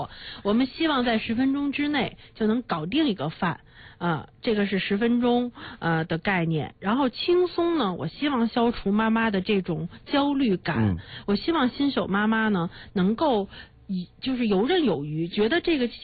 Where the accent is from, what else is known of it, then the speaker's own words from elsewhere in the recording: China; 我们中国人